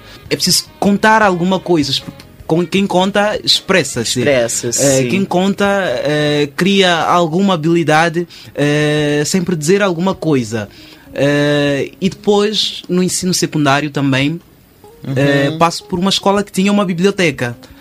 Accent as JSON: {"language": "Portuguese", "town": "Maputo", "region": "Maputo City", "country": "Mozambique", "tie": "born or raised there", "said": "Nós costumamos, aqui em Moçambique, em Maputo em específico, que foi onde cresci"}